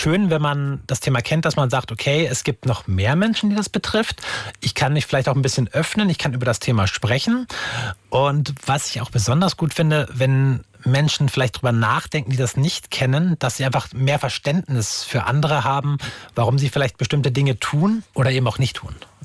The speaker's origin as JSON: {"language": "German", "town": "Wolfenbüttel", "region": "Lower Saxony", "country": "Germany", "tie": "born there", "said": "Die wird in meiner Geburtsstadt im Wolfenbüttel sein."}